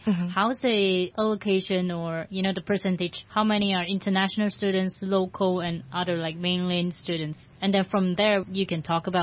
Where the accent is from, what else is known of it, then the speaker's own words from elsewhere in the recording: Malaysia; moved away as an adult; now in Hong Kong; I came here around 7 years ago from Malaysia to Hong Kong.